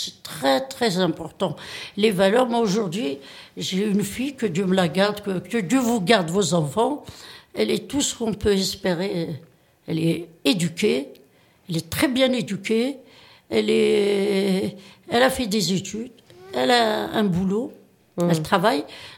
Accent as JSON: {"language": "French", "region": "Kabylie", "country": "Algeria", "accent": "Kabyle", "moved": "yes", "said": "Moi, ma culture, je la vis. Je ne parle pas comme ça. Même mon accent, je l'ai gardé. Tout ce qui est... Quand je vis ma kabylité quotidiennement."}